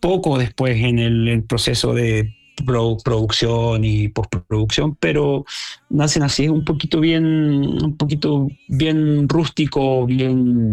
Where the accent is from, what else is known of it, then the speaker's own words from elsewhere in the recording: Chile; now in Mexico; para nosotros como chilenos nos sentimos bien orgullosos.